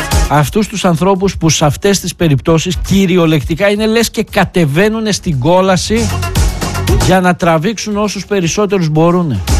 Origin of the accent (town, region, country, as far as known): Greece